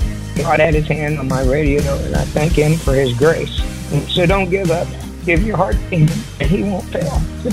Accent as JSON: {"language": "English", "region": "Kansas", "country": "United States", "said": "I'm from Kansas."}